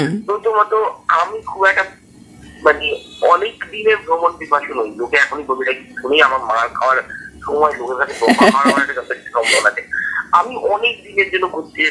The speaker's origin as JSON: {"language": "Bangla", "town": "Malda", "region": "West Bengal", "country": "India", "moved": "yes", "lives_now": "Kolkata, India"}